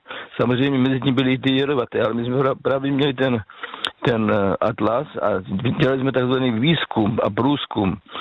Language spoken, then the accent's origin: Czech; South Moravian Region, Czechia; U nás na Jižní Moravě jako těch možností tam začíná.